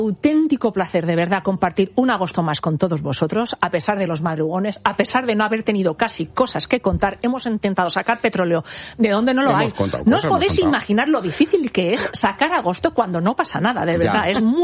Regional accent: Mallorca, Balearic Islands, Spain; moved away; me voy a mi tierra, que tengo muchas ganas de irme. Me voy a Mallorca

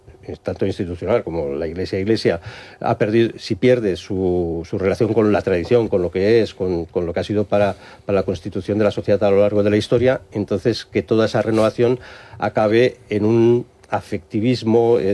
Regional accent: Catalonia, Spain; soy catalán, soy español, y amo mucho Cataluña

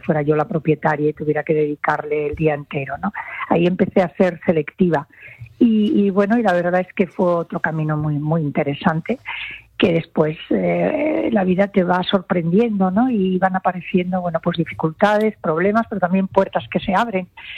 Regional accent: León, Castile and León, Spain

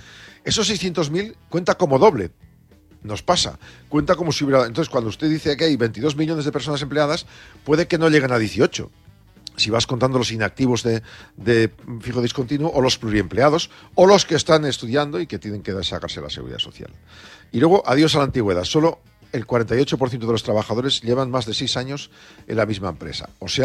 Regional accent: Soria, Castile and León, Spain; moved away; Soria, mi tierra

